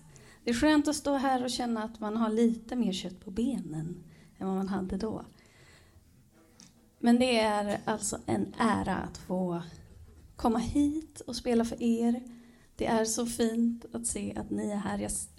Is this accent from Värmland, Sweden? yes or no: no; Gothenburg, Västra Götaland County, Sweden; moved away; Men jag är ju göteborgare, Edvin är också göteborgare. Och för mig är det verkligen att komma hem.